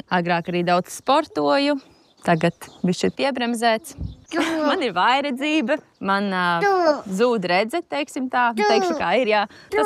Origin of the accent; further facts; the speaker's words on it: Koknese, Aizkraukle Municipality, Latvia; also born or lived in Riga; Esmu dzimusi Rīgā, bet pirmajā dzīves gadā pārvācos uz šejieni, šīm pašām mājām, kas šobrīd esam Koknesē. Te arī uzaugu.